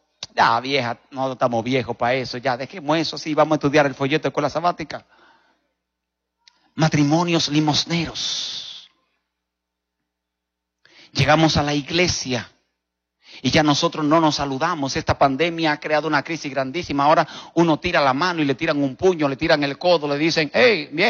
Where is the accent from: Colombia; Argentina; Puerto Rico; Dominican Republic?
Dominican Republic; moved away; en mi país, República Dominicana, donde yo nací, me crié